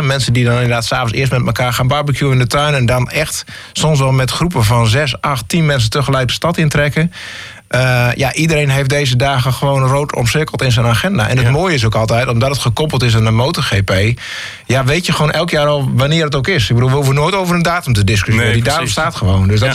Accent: Assen, Drenthe, Netherlands; ik kom uit Assen, oh, dat is toch met de TT.

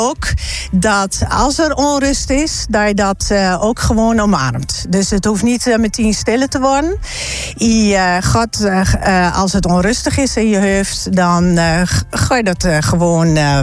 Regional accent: Dwingeloo, Drenthe, Netherlands; born there; Ik ben geboren in Dwingel.

